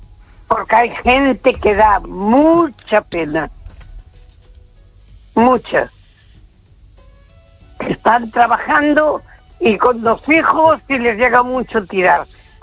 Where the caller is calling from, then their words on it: A Coruña, Galicia, Spain; de Coruña.